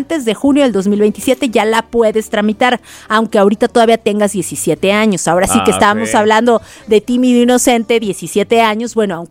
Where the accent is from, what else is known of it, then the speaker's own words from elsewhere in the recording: Mexico; como buen mexicano y mexicana, luego vamos el último día, el último momento a formarnos al INE.